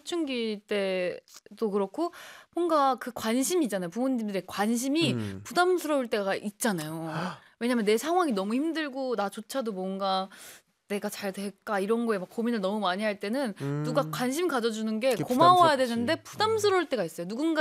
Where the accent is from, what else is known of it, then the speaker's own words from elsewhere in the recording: Cheongju, North Chungcheong, South Korea; now in Seoul, South Korea; 왜냐면 이제 본가가 청주에 있고